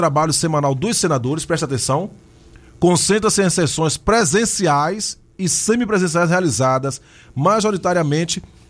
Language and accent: Portuguese; Brazil; eu sou brasileiro